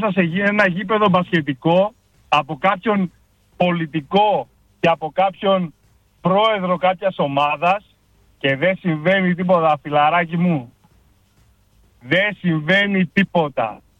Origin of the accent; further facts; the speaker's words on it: Greece; moved away as an adult; now in England, United Kingdom; Εγώ είμαι Έλληνας. Ναι. Μεγάλωσα όμως στην Ελλάδα. Πήρα ελληνική νοοτροπία, ελληνική ιστορία, ελληνικό διαβατήριο και με το που το πήρα έφυγα τρέχοντας.